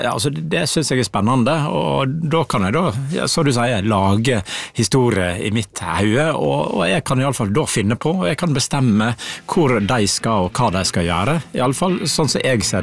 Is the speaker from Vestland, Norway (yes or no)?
yes; Naustdal, Vestland, Norway; Jeg kommer fra Naustdal, så nå har blitt en del av Sunnfjord kommune